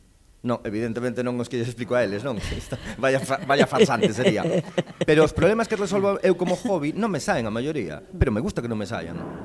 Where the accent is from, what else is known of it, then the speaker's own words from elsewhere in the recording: Ferrol, Galicia, Spain; Ainda que agora vivo no Inferniño, son de Canido, Canido.